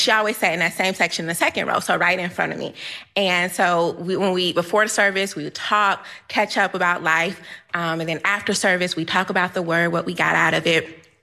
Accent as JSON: {"language": "English", "town": "Gary", "region": "Indiana", "country": "United States", "tie": "born or raised there", "moved": "as an adult", "lives_now": "Washington, United States", "said": "This started when I first moved from Gary, Indiana, my hometown, to Washington, D.C., to attend school at Howard University."}